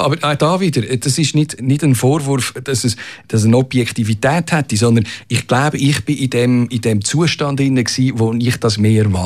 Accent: Switzerland

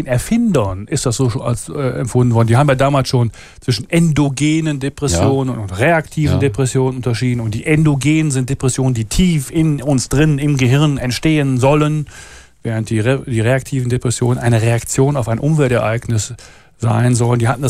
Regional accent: Düsseldorf, North Rhine-Westphalia, Germany; now in Switzerland; Ich habe jetzt hier … Das ist eine Reminiszenz an meine alte Heimat. Ich bin ja Rheinländer.

